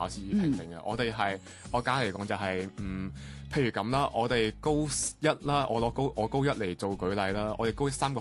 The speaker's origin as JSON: {"language": "Cantonese", "country": "Macau", "said": "我哋澳門人咧去內地高校咧"}